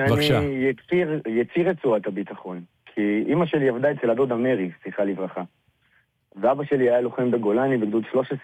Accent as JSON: {"language": "Hebrew", "town": "Kiryat Shmona", "region": "Northern District", "country": "Israel", "tie": "born or raised there", "said": "זה המקום שגדלתי בו."}